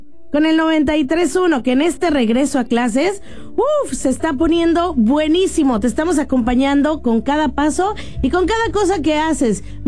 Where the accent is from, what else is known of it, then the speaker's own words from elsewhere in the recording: Mexico; y estamos orgullosos de ser mexicanos, aunque en realidad somos mexicanos desde que nacimos.